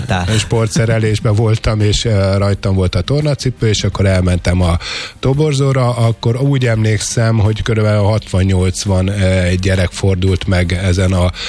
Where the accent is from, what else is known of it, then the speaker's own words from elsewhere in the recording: Budapest, Hungary; lakótelepen nőttem föl, a lakatos lakótelep az a 18. kerületben található, nem messze a Honvéd pályától